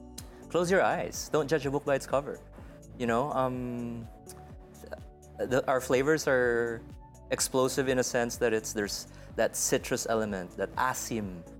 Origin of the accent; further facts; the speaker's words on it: Bacolod, Western Visayas, Philippines; accent: Ilonggo; moved away as an adult; also born or lived in Manila; now in Dubai; being born and raised in Bacolod